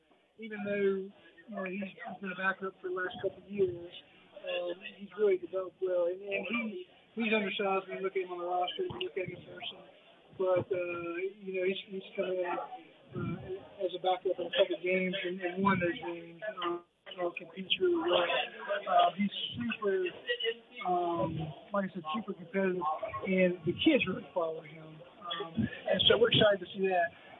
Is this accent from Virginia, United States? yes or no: yes; Virginia, United States; I come from Virginia